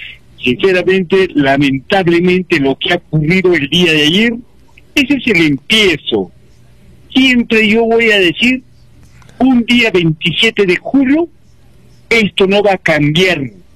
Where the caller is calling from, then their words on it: Puno, Peru; me llamo desde Puno.